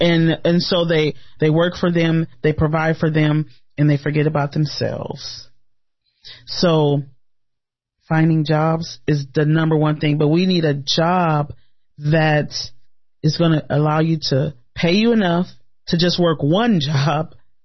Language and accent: English; Omaha, Nebraska, United States; I grew up right here in Omaha, right in North Omaha. Born and raised, I'm 49 years old, and so I've been here for 49 years.